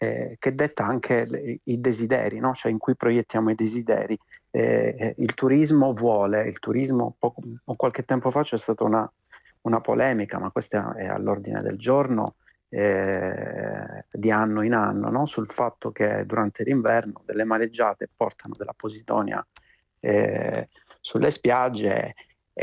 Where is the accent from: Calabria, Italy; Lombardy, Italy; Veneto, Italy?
Calabria, Italy; moved away as an adult; now in Sardinia, Italy; io sono calabrese, mi sono trasferito a vivere in Sardegna da 13 anni